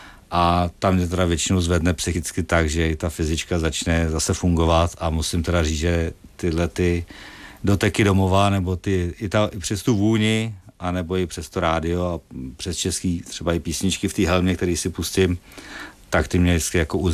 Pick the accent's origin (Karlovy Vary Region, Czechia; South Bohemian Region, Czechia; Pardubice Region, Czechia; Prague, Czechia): South Bohemian Region, Czechia; Želeč; Z České republiky musím říct, že jsem jel od Tábora a musím říct, že jsem jel ze Želče u Tábora